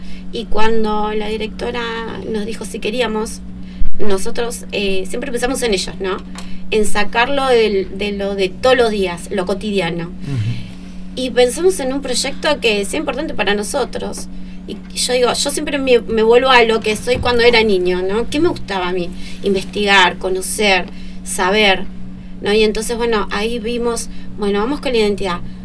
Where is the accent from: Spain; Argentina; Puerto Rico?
Argentina; como somos los argentinos